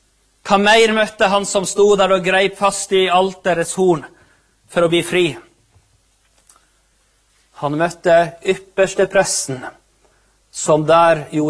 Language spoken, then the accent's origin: Norwegian; Målselv, Troms, Norway; Det gikk aldri noen flyalarm i Målselv når vi var unger og vokste opp